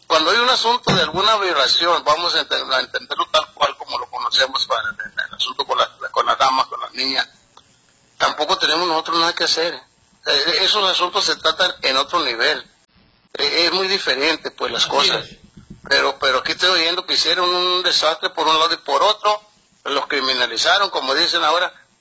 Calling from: Mexico; Qué pena para nosotros como mexicanos

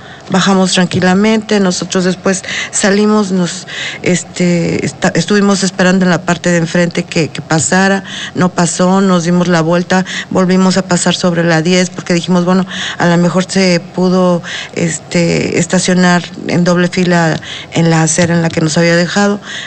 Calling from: Apizaco, Tlaxcala, Mexico; venimos de Apizaco, no somos de aquí

